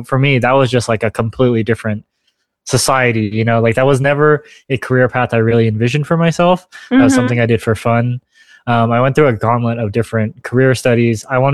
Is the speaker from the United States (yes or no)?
yes; Albuquerque, New Mexico, United States; I was born in Albuquerque. My parents are originally from Vietnam, but I was born here in Albuquerque, so born and raised.